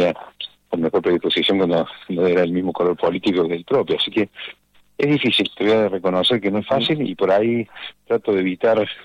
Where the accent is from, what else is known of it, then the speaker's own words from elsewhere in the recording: Córdoba, Argentina; moved away; Yo soy de otro departamento, originalmente soy de Calamuchita